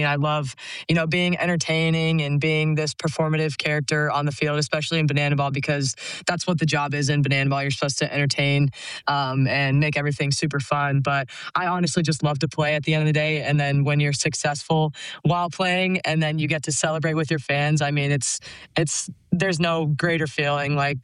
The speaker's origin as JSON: {"language": "English", "town": "Atlanta", "region": "Georgia", "country": "United States", "tie": "born or raised there", "said": "I would love to play for my hometown, my home city of Atlanta."}